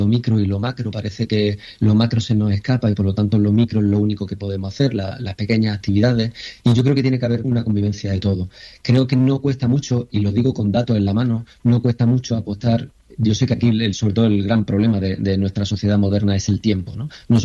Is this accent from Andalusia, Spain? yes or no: yes; Jaén, Andalusia, Spain; soy de Jaén y de familia que ha trabajado en el campo, ¿no?